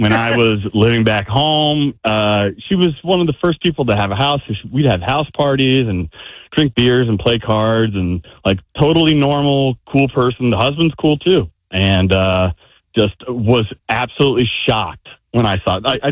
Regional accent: United States; I'm from Charlotte County.

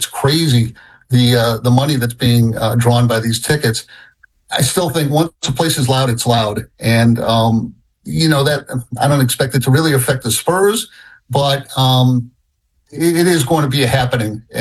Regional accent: Chicago, Illinois, United States; now in New York, United States; I'm not a native New Yorker. I grew up in Chicago, but, you know, it reminds me of the Cubs and their fans.

